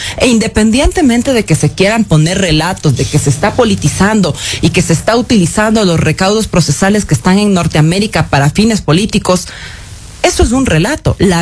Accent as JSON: {"language": "Spanish", "country": "Ecuador"}